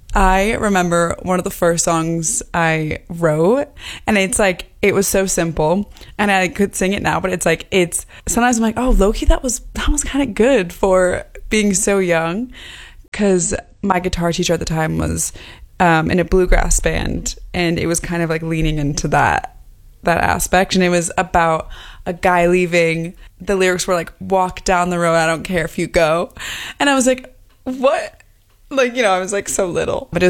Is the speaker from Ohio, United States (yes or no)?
no; Boston, Massachusetts, United States; moved away; I'm from Boston and I left my hometown. I know everyone there.